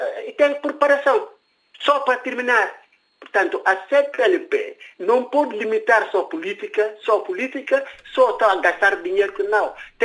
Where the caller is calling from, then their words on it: Guinea-Bissau; Eu sou da periferia da Guiné